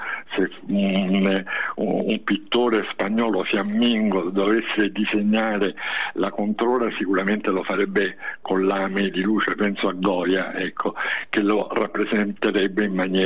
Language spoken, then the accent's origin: Italian; Sicily, Italy; now in Tuscany, Italy; con la mia terra, con la Sicilia